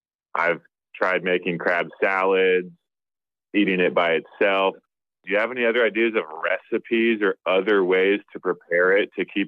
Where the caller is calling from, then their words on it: Oakland, California, United States; I'm calling from Oakland, California.